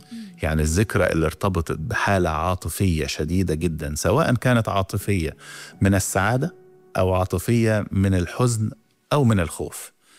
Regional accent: Egypt; أنا كمصري أحب الشعب الإماراتي مثلا

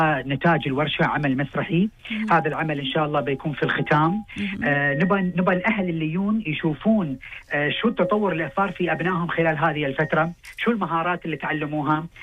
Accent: United Arab Emirates; accent: Emirati; لهجتنا الإماراتية

